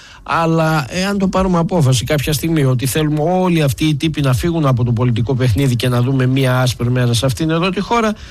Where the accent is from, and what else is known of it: Greece